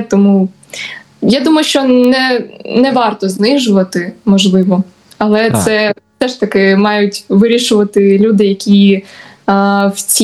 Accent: Kharkiv, Kharkiv Oblast, Ukraine; але Харків – моє рідне місто, думала вступати сюди.

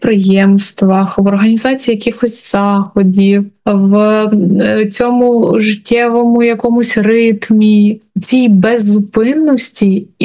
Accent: Kharkiv, Kharkiv Oblast, Ukraine

